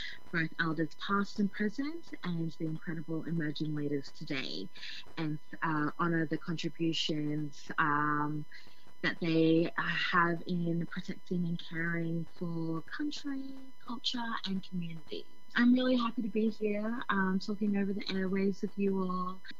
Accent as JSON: {"language": "English", "region": "Queensland", "country": "Australia", "also_born_or_lived": "Badu Island", "moved": "yes", "lives_now": "Melbourne, Australia", "said": "I am a proud Kukulaak woman from Kukulaak Nation on the island of Musig. … I have blood connections to Badu Island of the Temu clan, known as Tamoids."}